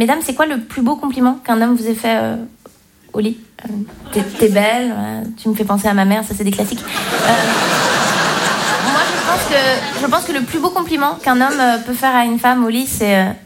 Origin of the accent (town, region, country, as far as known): Romandy, Switzerland